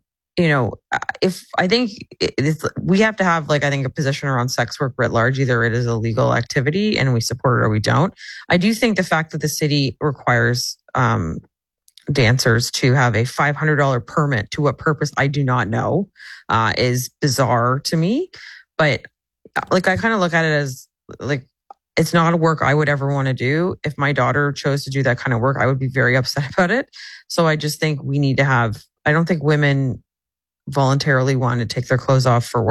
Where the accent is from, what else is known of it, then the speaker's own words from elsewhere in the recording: Windsor, Ontario, Canada; growing up in Windsor, there's something called the Windsor Ballet